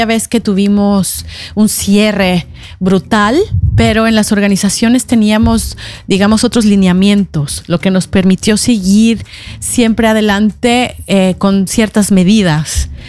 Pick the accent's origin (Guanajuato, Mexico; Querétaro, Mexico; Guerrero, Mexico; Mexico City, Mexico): Mexico City, Mexico; Sí, soy de la Ciudad de México y con MIR estoy desde el 2018.